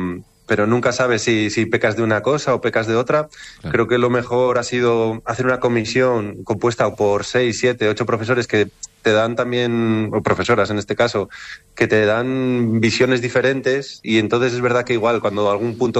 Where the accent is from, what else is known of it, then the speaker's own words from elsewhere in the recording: León, Castile and León, Spain; moved away as an adult; now in Asturias, Spain; yo no soy de Asturias, vine hace 6-7 años, uh-huh, pero claro, estudié en la escuela pública, le tengo mucho cariño a mi colegio, al Colegio Público San Claudio de León, a mi instituto también, el Padre Isla de León